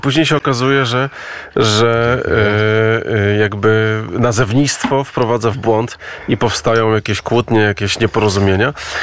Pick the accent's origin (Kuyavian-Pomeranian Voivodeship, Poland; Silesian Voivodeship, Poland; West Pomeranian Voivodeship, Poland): Silesian Voivodeship, Poland; Gliwice; Ja pochodzę z Gliwic i działam w Gliwicach